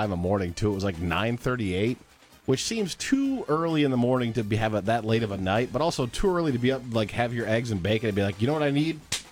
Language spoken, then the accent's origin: English; Ohio, United States; Boys, my hometown is 20 minutes from East Palestine.